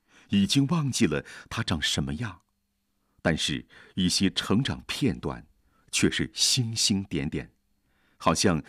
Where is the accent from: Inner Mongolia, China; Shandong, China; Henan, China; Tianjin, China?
Inner Mongolia, China; Shierliancheng; also born or lived in Suhaitu, Jungar Banner; 我出生在准噶尔旗素海图，会走路了就搬在了柴凳，就是现在的十二连城乡。我们住在林场的家属房，刚开始是没有独立的院子的